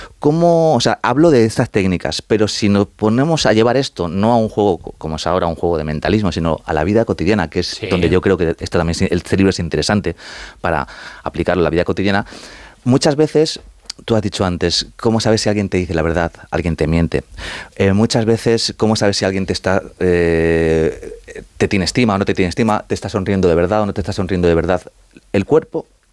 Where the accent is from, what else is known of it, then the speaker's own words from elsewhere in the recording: Madrid, Community of Madrid, Spain; estoy muy dividido porque aparte te he dicho ya que soy madrileño